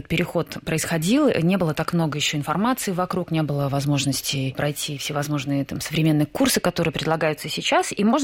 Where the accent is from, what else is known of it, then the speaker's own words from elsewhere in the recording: Moscow, Russia; also born or lived in Saint Petersburg; Я родилась в Санкт-Петербурге в семье военного и преподавателя французского языка. Но в самом таком раннем возрасте мы переехали в Москву, и, в общем-то, я считаю себя в каком-то смысле москвичкой.